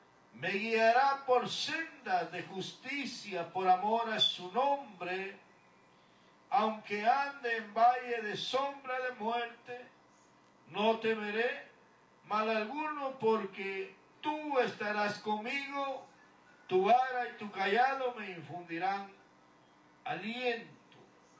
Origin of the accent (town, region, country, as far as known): Guatemala; moved away